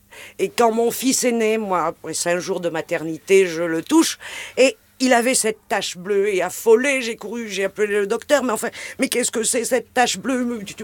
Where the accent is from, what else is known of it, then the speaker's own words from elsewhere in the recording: Auvergne-Rhône-Alpes, France; born there; also born or lived in Grenoble / Clermont-Ferrand; Je suis née en Auvergne et je me sens attachée au pays. Et plus j'y vis, plus je le connais, et plus je suis obligée de l'aimer, plus je cherche à le comprendre, et plus j'ai de choses à découvrir.